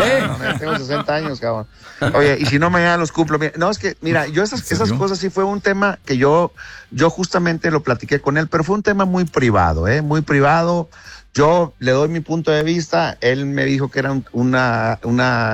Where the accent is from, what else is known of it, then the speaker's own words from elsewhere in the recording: Mexico; Y aquí en nuestro país no somos como los argentinos, como los uruguayos